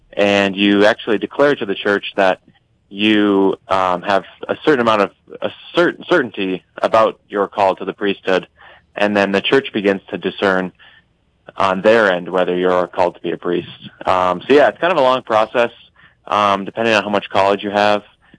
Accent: Jamestown, North Dakota, United States; Yeah, so I grew up in Jamestown, North Dakota, just an hour and a half west of Fargo.

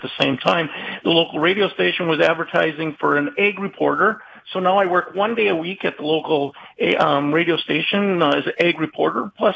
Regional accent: Mahnomen, Minnesota, United States; I grew up in Manolman, and when I was 10 years old, my dad got sick. And so my brother and I grew up out at Grandpa's farm

